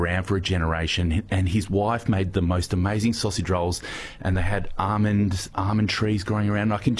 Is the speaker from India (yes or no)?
no; Adelaide, South Australia, Australia; born or raised there